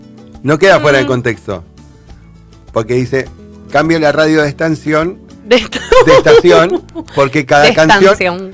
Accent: Argentina; ¿Qué nos define a nosotros como argentinos?

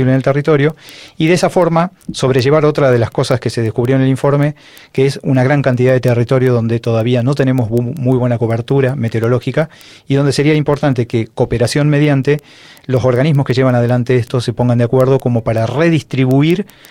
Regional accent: Argentina; Somos Argentina

